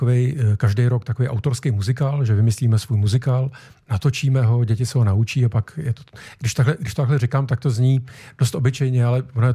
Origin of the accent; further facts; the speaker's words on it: Beroun, Central Bohemian Region, Czechia; Já jsem z Berouna, my v Berouně máme svoji základní uměleckou školu